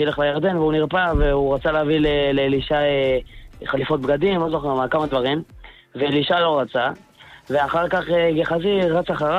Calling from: Elad, Central District, Israel

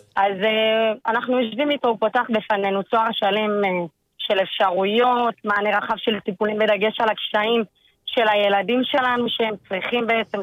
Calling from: Beit Shemesh, Jerusalem District, Israel

